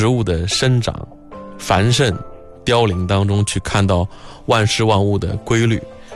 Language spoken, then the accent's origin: Chinese; China